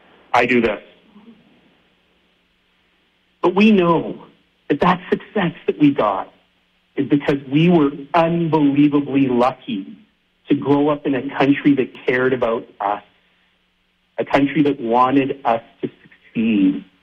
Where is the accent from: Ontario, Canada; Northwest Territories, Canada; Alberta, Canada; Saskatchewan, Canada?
Alberta, Canada; Calgary; also born or lived in Red Deer County; We grew up here in Northeast Calgary and also in Red Deer County. We didn't have anything.